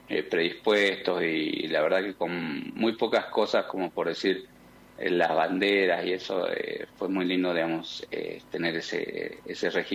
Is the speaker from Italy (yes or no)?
no; La Quiaca, Jujuy, Argentina; siempre trabajo por acá, soy de La Quiaca